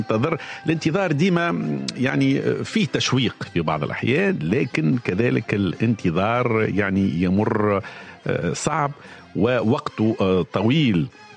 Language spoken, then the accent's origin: Arabic; Tunisia; accent: Tunisian; لكن احنا تعودنا انه في لهجتنا التونسية نقولوا استنى